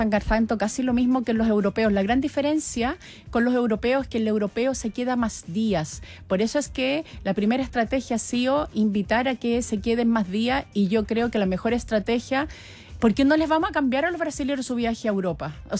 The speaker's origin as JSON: {"language": "Spanish", "country": "Chile"}